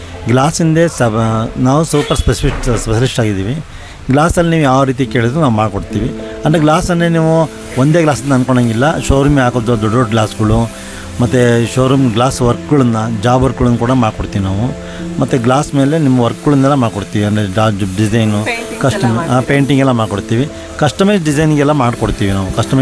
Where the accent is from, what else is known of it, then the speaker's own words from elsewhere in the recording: Shivamogga, Karnataka, India; ನಾನು ಮೂಲತಃ ಶಿವಮೊಗ್ಗದವರೇ. ಗಾಂಧಿ ಬಜಾರಲ್ಲಿ ಹುಟ್ಟಿ ಬೆಳೆದು